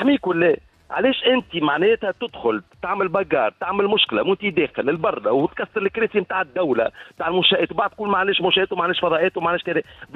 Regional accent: Tunisia; بلادنا تونس

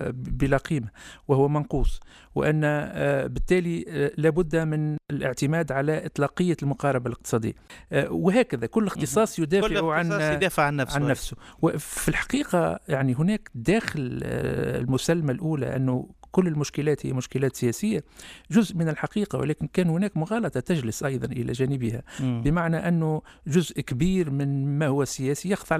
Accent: Tunisia; احنا في تونس تعودنا على الربط بين العلوم الاجتماعية والعلوم الإنسانية.

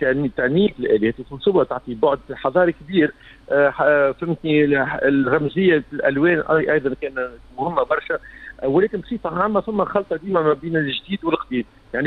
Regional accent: Tunisia; أنا بيتي متعدد الثقافات كتونسي

